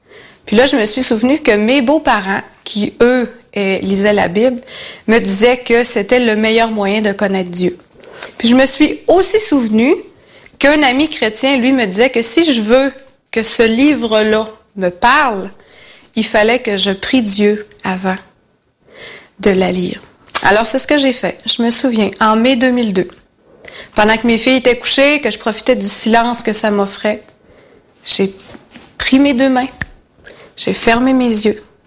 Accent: Quebec, Canada; j'étais seule dans cette région-là parce que je venais du Saguenay, puis j'étais à Québec

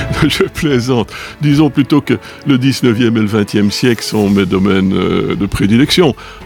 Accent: Huy, Wallonia, Belgium; born or raised there; now in Theux, Belgium

